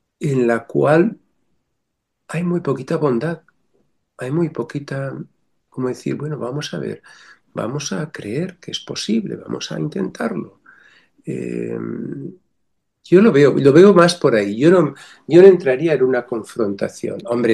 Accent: Extremadura, Spain; soy extremeño profundo, pero no se nota.

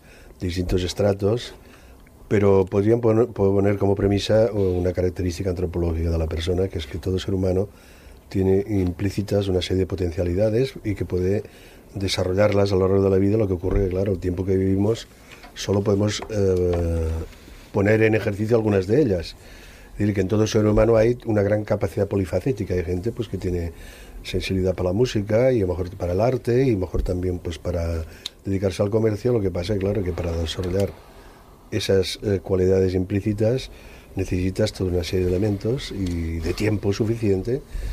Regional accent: Aragon, Spain; Digamos que soy maño.

